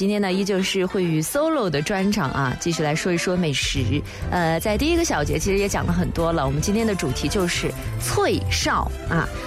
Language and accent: Chinese; Guiyang, Guizhou, China; 我们贵阳话讲猪油本饭